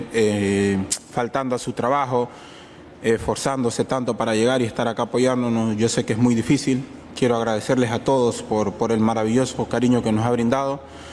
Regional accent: Ecuador

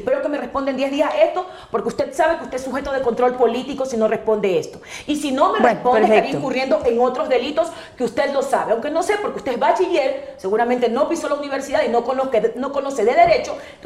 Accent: Esmeraldas, Ecuador; con cédula de identidad 08-021-0061-0, esmeraldeña y asambleísta nacional

